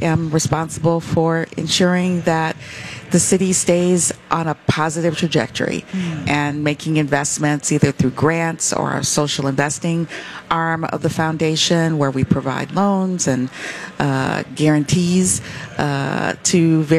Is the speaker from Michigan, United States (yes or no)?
yes; Michigan, United States; now in Detroit, United States; No, I am originally from West Michigan. So I was raised by Detroit. But I'm originally from West Michigan.